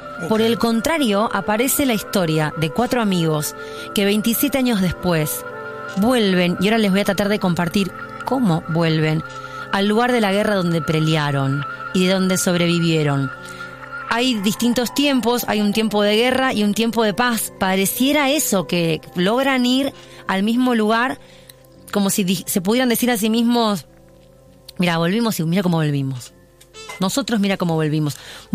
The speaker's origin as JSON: {"language": "Spanish", "country": "Argentina", "said": "Todo como bien argentino, como un argentino de bien"}